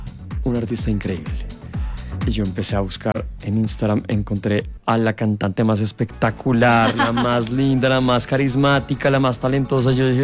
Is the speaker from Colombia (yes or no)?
yes; Colombia; Y yo, que soy colombiano, que hablo español, empecé a hacer música en inglés.